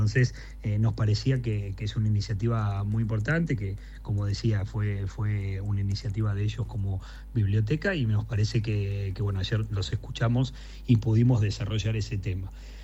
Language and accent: Spanish; Río Grande, Tierra del Fuego, Argentina; los riograndenses no estamos tan acostumbrados al frío ushuaiense